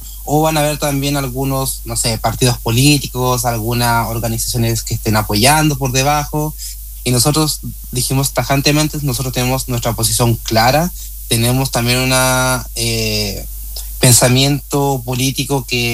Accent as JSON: {"language": "Spanish", "town": "Puerto Aysén", "region": "Aysén", "country": "Chile", "said": "yo soy de Puerto Aysén, yo tengo que viajar todos los días a Coyhaique"}